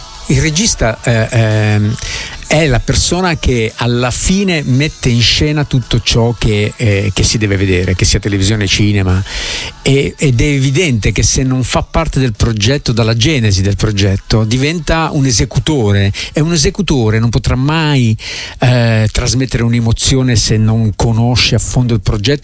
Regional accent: Genoa, Liguria, Italy; born there; also born or lived in Savona; Siamo a Genova, sono nato a Genova, ma nel momento in cui accade siamo a Savona, comunque Liguria

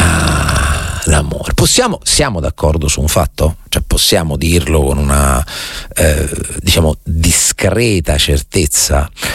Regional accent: Rome, Lazio, Italy; born there; perché io sono romano, io sono romana. ok? Sono nata a Roma.

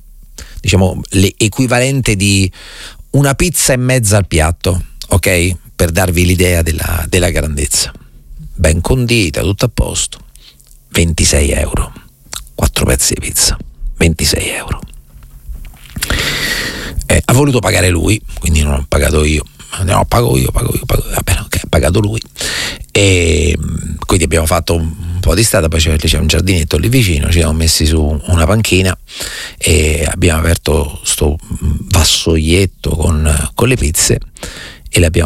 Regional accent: Rome, Lazio, Italy; guardando la mia carta d'identità neanche sono romano di nascita, comunque romano c'ero solamente io

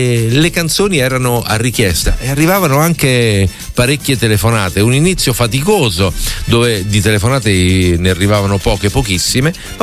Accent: Rome, Lazio, Italy; un po' arrivava anche dalle mie parti

